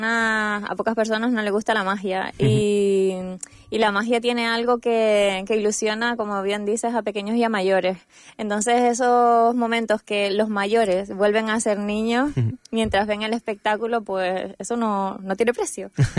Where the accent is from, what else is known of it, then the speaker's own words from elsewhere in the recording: Canary Islands, Spain; Sí, canaria, de Gran Canaria.